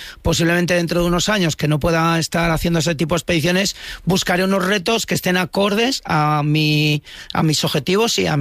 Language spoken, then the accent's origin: Spanish; Íscar, Castile and León, Spain; pequeño pueblo de Valladolid, en Íscar.